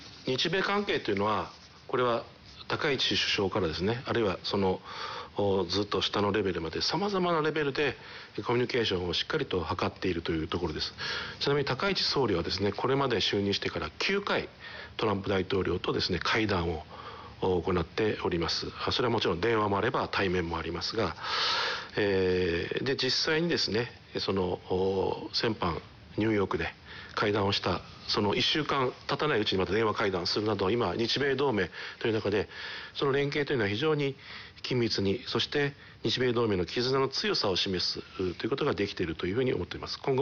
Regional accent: Kumamoto, Japan; 私地元熊本なんですけども

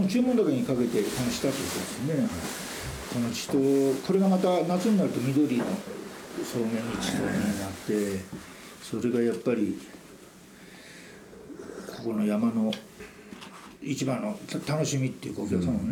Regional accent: Kanagawa, Japan; moved away as an adult; 僕は神奈川なんです。

